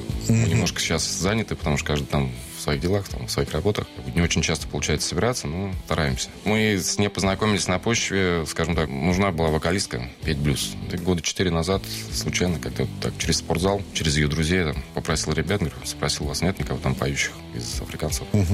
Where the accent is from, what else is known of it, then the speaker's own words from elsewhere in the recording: Ryazan, Ryazan Oblast, Russia; now in Moscow, Russia; Хотя я сам родом из Рязани, да. Ну, живу уже лет 15 раз. Живу, уже работаю здесь, в Москве.